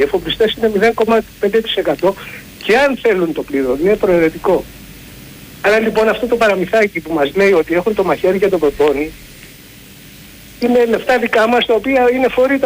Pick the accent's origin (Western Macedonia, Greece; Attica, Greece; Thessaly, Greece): Attica, Greece; Egaleo; είμαι από Εγάλεο.